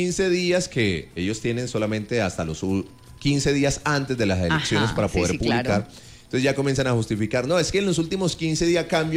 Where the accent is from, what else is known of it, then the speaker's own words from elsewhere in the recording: Colombia; Si hay algo que nos une como colombianos